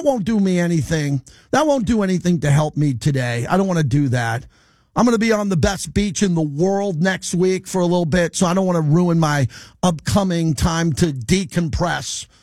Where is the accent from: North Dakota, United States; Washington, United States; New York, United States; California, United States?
New York, United States; moved away; I grew up in New York.